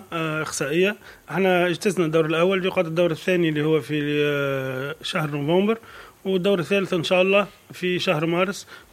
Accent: Tunisia; هما كانت كاتيجوري عندنا في تونس احنا اربع ملاعب اومولوجي

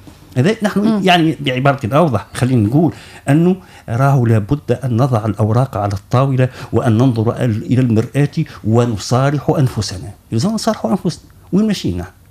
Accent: Tunisia; أنا كمواطن تونسي

